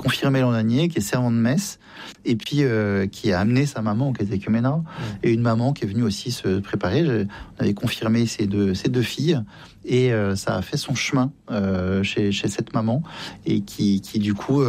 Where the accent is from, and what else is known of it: France